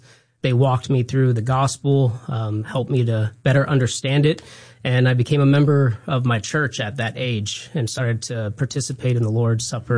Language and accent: English; Sacramento, California, United States; So, I was born here in Sacramento, raised here, went to a few high schools. So I went to Mariloma, Placer up in Auburn, and then Kennedy for a season, eventually graduated from Mariloma.